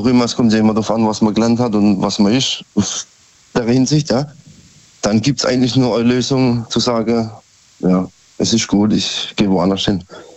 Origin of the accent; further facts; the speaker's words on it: Karlsruhe, Baden-Württemberg, Germany; Ich komme aus Karlsruhe.